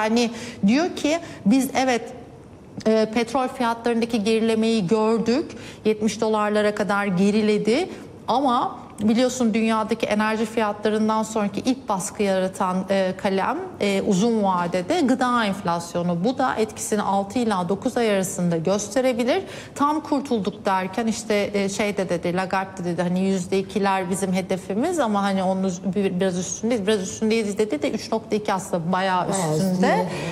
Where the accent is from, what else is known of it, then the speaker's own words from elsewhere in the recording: Adana, Turkey; Ben Adanalı olarak ben 50 dereceyi de gördüm.